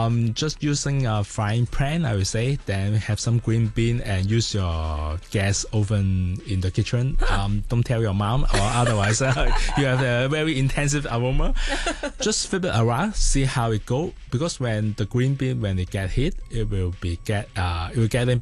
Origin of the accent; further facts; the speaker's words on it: Hong Kong; it's in Hong Kong, mm-hmm. my hometown.